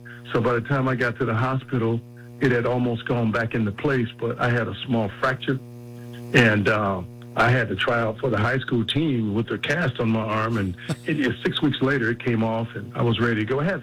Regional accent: Joliet, Illinois, United States; the city of Joliet. You know, that's my hometown, and I love these guys there

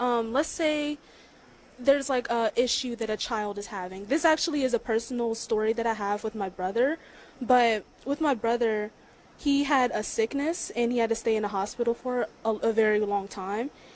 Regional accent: Charles Town, West Virginia, United States; I'm from Charlestown, West Virginia.

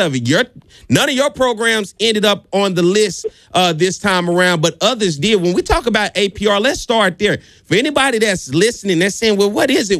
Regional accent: Pine Bluff, Arkansas, United States; my mom's alma mater in my hometown.

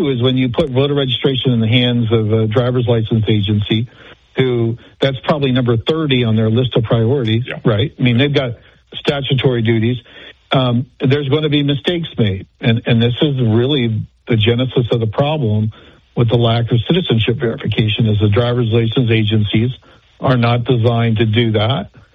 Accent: United States; as an American

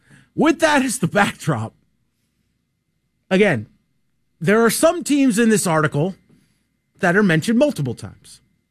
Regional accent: New York, United States; I never noticed it growing up in New York because I'll be honest, everything in New York is about New York.

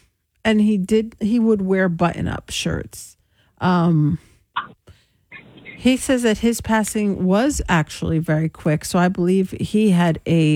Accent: Elizabeth, New Jersey, United States; I grew up in Elizabeth, New Jersey, and there was a place called the Berg where all the old Italian men would be

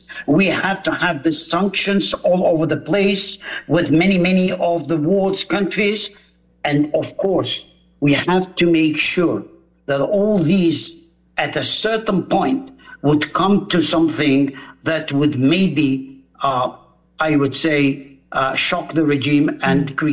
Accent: Israel; we Israelis

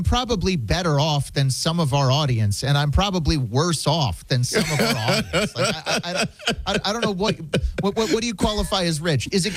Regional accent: Denver, Colorado, United States; my hometown team, the Denver Broncos

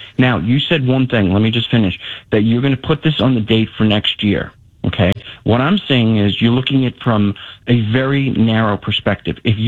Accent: Boston, Massachusetts, United States; I'm a huge Tom Brady fan. I'm from Boston. I'm a Patriots fan.

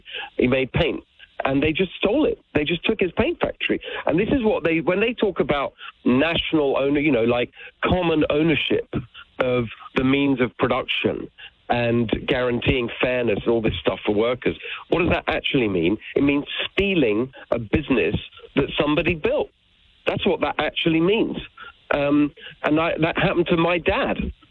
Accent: England, United Kingdom; Most of the family still live in Hungary. But as a kid, I was born in England. They were refugees from communism and actually met in England, and I was born there and raised in England in a regular working class home.

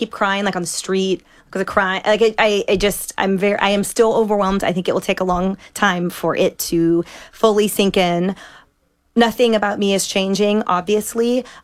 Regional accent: West Coast, United States; Oh, also, and maybe it's from, because we're from the West Coast, and in no way am I belittling or generalizing people who aren't, but in my own household that I grew up in our schools and everything

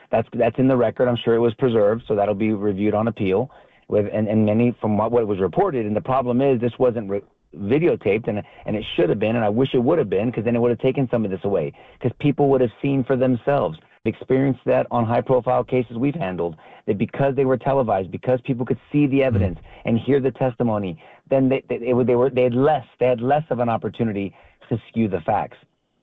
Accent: United States; I'm a child of God first. I'm an American. I'm a husband. I'm a daddy who happens to be of Lebanese Mexican descent

